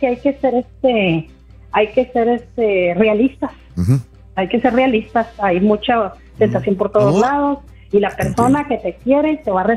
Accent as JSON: {"language": "Spanish", "region": "Coahuila", "country": "Mexico", "said": "Es que soy del norte, soy de Coahuila."}